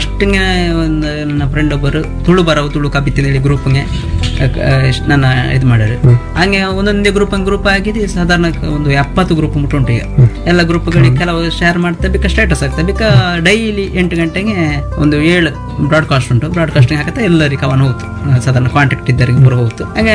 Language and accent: Kannada; Bandaru, Karnataka, India; first language Kumbara language